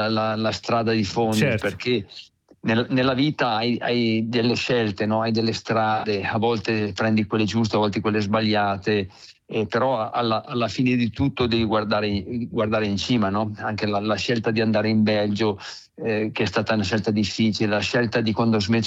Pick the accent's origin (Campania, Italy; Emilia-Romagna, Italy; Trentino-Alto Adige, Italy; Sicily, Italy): Trentino-Alto Adige, Italy; il Trentino è la mia terra